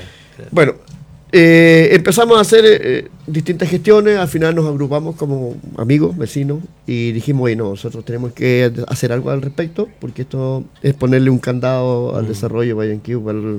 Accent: Osorno, Los Lagos, Chile; now in Llanquihue, Chile; Bueno, mira, yo nací en Osorno, soy osornino.

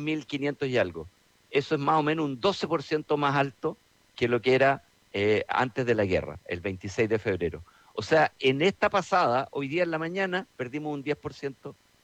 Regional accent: Chile; yo como chileno

